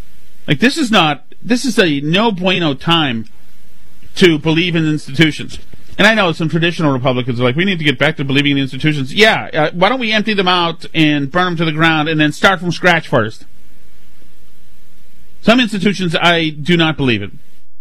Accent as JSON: {"language": "English", "town": "Winchester", "region": "Massachusetts", "country": "United States", "moved": "yes", "lives_now": "Newburyport, United States", "said": "I'm a North Shore guy. I'm from Winchester, and I'm way up here in Jupiter. I'm in Newburyport now."}